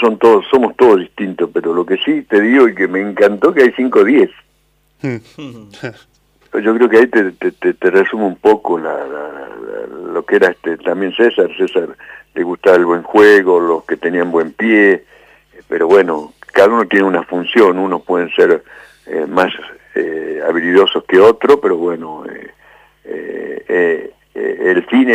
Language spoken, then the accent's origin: Spanish; Argentina; somos argentinos